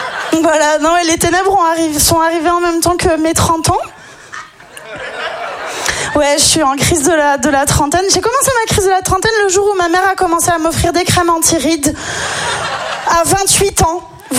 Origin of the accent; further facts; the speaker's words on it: Nice, Provence-Alpes-Côte d'Azur, France; moi, je suis la première née en France, hein, de toute ma famille, donc c'était trop what the fuck, genre. Et moi, j'ai grandi dans une petite cité à forte population maghrébine. La Réré, pour ceux qui connaissent l'Ariane, quoi.